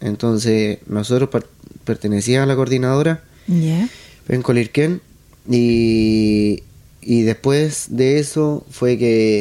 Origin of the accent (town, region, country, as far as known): Penco, Biobío, Chile; born or raised there; also born or lived in Chiguayante